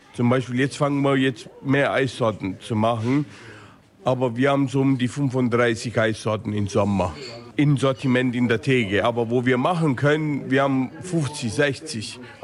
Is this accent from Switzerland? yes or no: no; Southern Italy, Italy; now in Germany; Ich bin jetzt aus Süditalien.